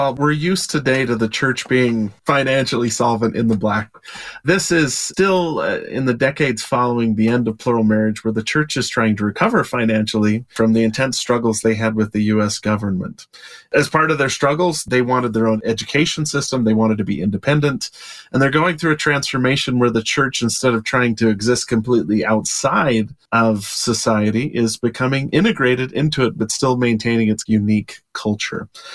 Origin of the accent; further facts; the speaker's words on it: Delta, Utah, United States; Near where I grew up in Delta, Utah, in Hinckley, there's still the Church Academy building, still standing.